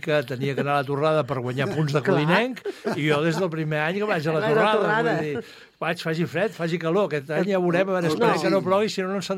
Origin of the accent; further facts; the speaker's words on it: Cubelles, Catalonia, Spain; A veure, jo vinc del poble de Cubelles.